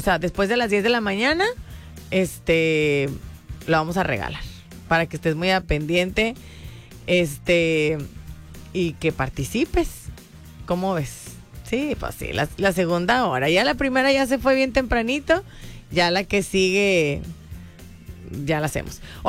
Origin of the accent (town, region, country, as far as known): Mexico